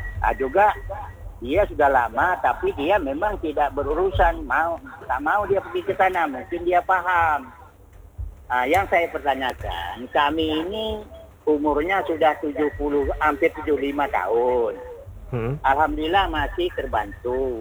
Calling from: Tanjung Pinang, Riau Islands, Indonesia; Tanjung Pinang ini termasuk kampung saya ini

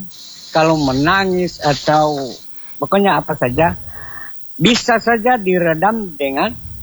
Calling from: Buol, Central Sulawesi, Indonesia; Saya mulai dari Buol Matinan, Pak.

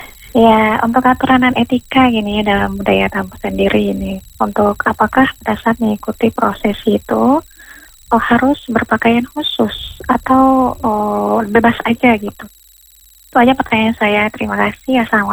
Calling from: Maluku, Indonesia; Ya, saya dari Maluku Tengah, Timur Indonesia.

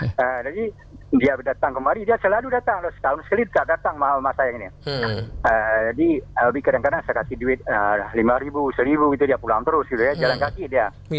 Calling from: Indonesia; saya orang Jongga

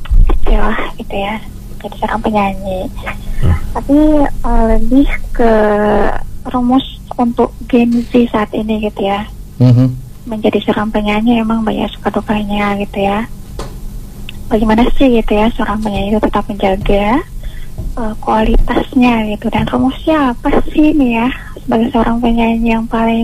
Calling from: Maluku, Indonesia; Ya, terima kasih, saya dari Indonesia, Maluku Tengah, Pulau Seram.

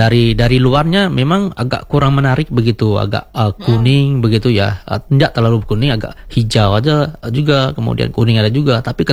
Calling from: Simpang, West Kalimantan, Indonesia; di Simpang tempat saya itu juga itu ramai begitu sampai hari ini.

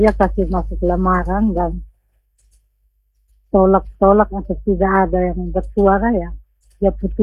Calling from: East Nusa Tenggara, Indonesia; Kebanyakan kita orang NTT itu ada di orang tuh kampung.

